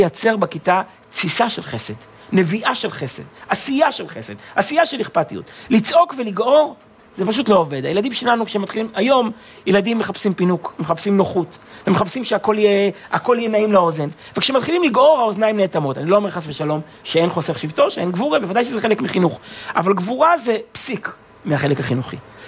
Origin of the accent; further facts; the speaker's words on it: Kfar Chabad, Central District, Israel; אני גדלתי בבית של הרב של כפר חב"ד, אבי היה 40 שנה הרב של כפר חב"ד.